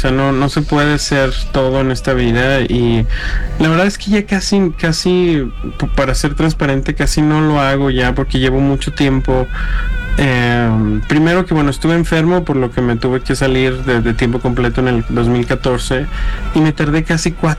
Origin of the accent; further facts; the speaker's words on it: Mexico City, Mexico; born there; Yo nací en el DF, en Azcapotzalco.